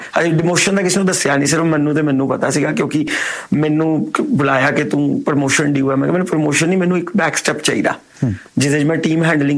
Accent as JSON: {"language": "Punjabi", "region": "Chandigarh", "country": "India", "tie": "born or raised there", "also_born_or_lived": "Hisar / Adelaide", "moved": "as an adult", "lives_now": "Melbourne, Australia", "said": "ਪਰ ਮੇਰੀ ਜੰਮਪਲ ਚੰਡੀਗੜ੍ਹ ਦੀ"}